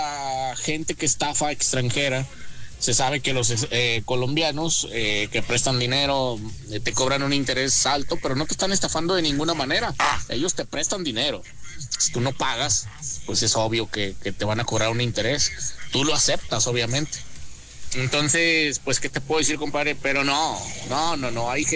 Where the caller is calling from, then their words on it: Aguascalientes, Mexico; Te lo digo yo que soy de Aguascalientes.